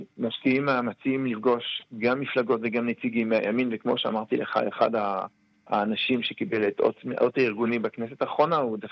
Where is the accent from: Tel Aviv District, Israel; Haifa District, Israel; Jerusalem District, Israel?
Jerusalem District, Israel; Jerusalem; אני כירושלמי יכול ככה חווה את זה מדי שנה